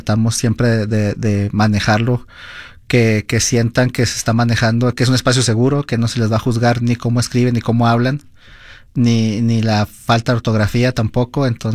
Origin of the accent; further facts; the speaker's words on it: Mexico; Siempre trato de que no, de que si yo soy mexicano, tú eres uruguayo, pero como te dije ahorita, hablamos el mismo español.